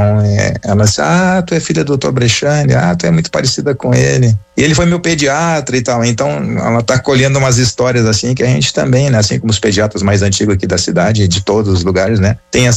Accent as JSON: {"language": "Portuguese", "town": "Pelotas", "region": "Rio Grande do Sul", "country": "Brazil", "tie": "born or raised there", "moved": "as an adult", "lives_now": "Caxias do Sul, Brazil", "said": "Eu fiz minha residência na cidade de Pelotas, eu sou natural de Pelotas, toda a minha família é natural de Pelotas, eu e minha esposa, né?"}